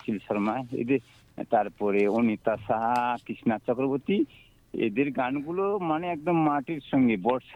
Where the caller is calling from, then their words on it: Rangapani, West Bengal, India; আমি রাঙাপানি থেকে